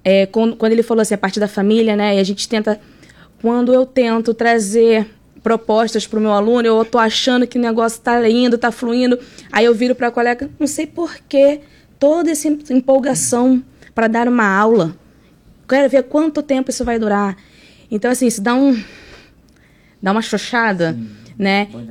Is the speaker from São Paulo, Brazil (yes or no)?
no; Belford Roxo, Rio de Janeiro, Brazil; moved away as an adult; now in Arraial do Cabo, Brazil; Eu sou cria da escola pública, vim lá de Belfor Roxo.